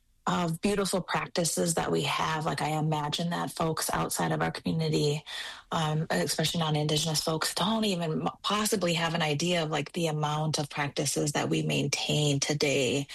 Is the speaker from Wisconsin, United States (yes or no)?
yes; Wisconsin, United States; So I'm from the Lacoutere Nation in sort of northern central Wisconsin.